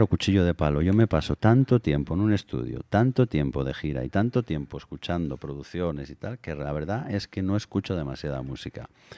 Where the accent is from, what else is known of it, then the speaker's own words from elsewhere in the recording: Asturias, Spain; porque al final somos asturianos